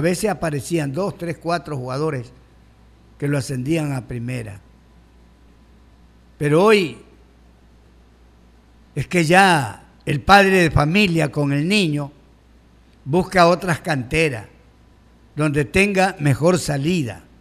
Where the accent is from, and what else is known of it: Ecuador